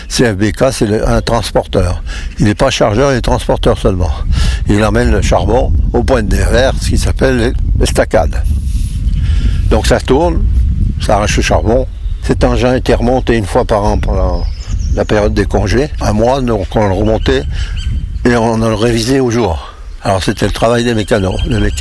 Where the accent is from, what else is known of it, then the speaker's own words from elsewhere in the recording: Buxières-les-Mines, Auvergne-Rhône-Alpes, France; Chez nous, à Buxière, 300 mètres.